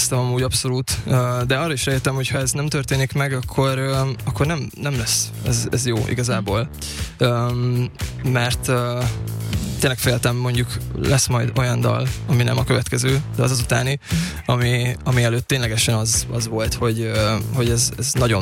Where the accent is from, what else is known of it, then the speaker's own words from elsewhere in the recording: Nyíregyháza, Szabolcs-Szatmár-Bereg, Hungary; Igen, ott születtem, és ott is nőttem fel, zenei általános iskolában jártam